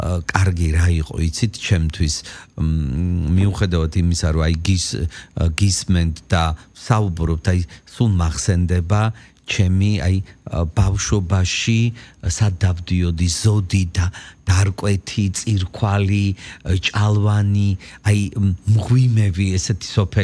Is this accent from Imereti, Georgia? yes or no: yes; Chiatura, Imereti, Georgia; moved away; მე ჩამოვალ ჭიათურაში და მიმასპინძლეთ ჩემს მშობლიურ ქალაქში